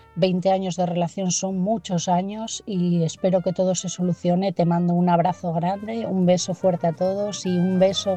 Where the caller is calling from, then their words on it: Asturias, Spain; de Asturias y mi mensaje esta noche es para Loli.